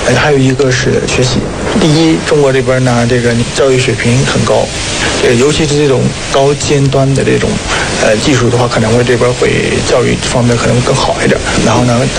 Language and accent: Chinese; Myanmar; Chinese is a second language; 我们缅甸人看着就会感觉哇，这个很好